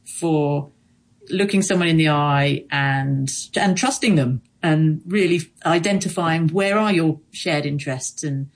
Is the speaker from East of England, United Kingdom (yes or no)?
yes; Bedford, East of England, United Kingdom; born there; moved away as an adult; also born or lived in Hong Kong / Australia; So I grew up in the UK, mostly in a town just north of London called Bedford.